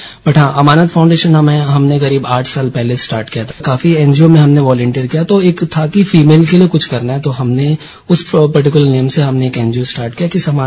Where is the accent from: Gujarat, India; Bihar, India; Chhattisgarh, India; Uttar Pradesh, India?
Chhattisgarh, India; Bhilai; moved away as an adult; now in Raipur, India; और मैं भिलाई से हूँ। रायपुर में रहते हुए अराउंड 3 साल हो गए